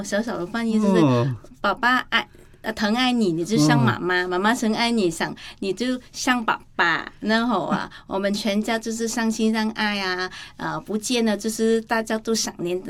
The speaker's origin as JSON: {"language": "Chinese", "country": "Vietnam", "said": "我说不是、我是从越南来的。"}